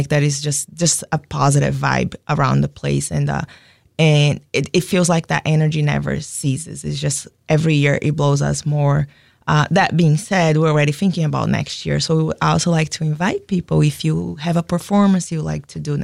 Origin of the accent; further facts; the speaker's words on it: Brazil; moved away as an adult; now in Keene, United States; I'm from Brazil, and I have been living Keen for about 12 years now.